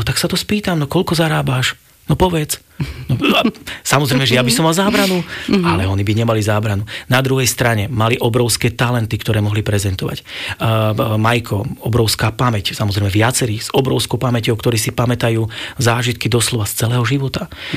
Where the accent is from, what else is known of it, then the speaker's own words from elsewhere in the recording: Banská Štiavnica, Banská Bystrica Region, Slovakia; ako chlapec v Banskej Štiavnici to bolo, tam som študoval, takže tam som bol na strednej škole, ale vlastne už na základnej škole.